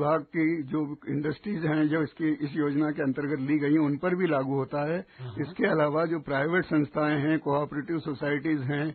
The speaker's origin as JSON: {"language": "Hindi", "town": "Dhar", "region": "Madhya Pradesh", "country": "India", "said": "जिला धार का निवासी हूं। मेरा जन्म 1936 में हुआ। उस समय धार राज्य था।"}